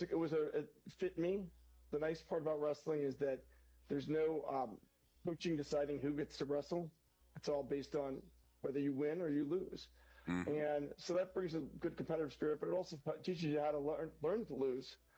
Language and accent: English; Pennsylvania, United States; I grew up in suburban Philadelphia, and I'm the fifth of six children.